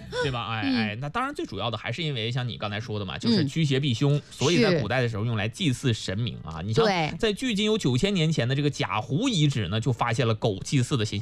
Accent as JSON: {"language": "Chinese", "country": "China", "said": "我们中国人"}